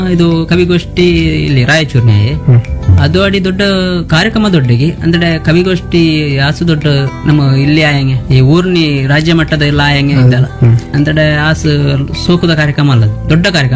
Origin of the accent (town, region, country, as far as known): Karnataka, India